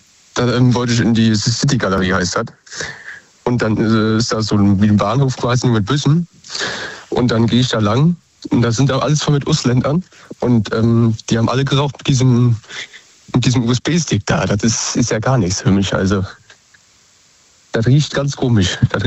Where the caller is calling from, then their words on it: Rhineland-Palatinate, Germany; Ich komme aus Westerwald.